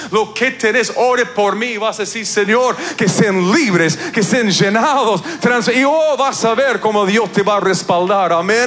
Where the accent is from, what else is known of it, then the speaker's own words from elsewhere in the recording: Canada; Yo vengo de Canadá, que hace un frío bárbaro.